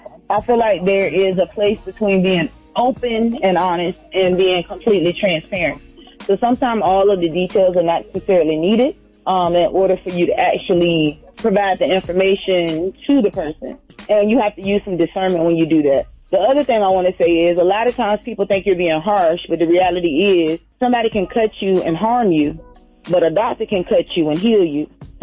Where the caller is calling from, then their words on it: Atlanta, Georgia, United States; I'm calling from Atlanta.